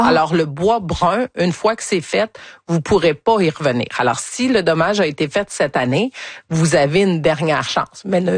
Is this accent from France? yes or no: no; Quebec, Canada; je viens encore une fois de l'Estrie